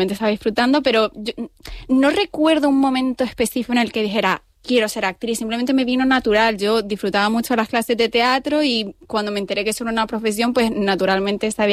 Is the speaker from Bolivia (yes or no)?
no; Canary Islands, Spain; empezamos a rodar aquí en Gran Canaria, en mi tierra.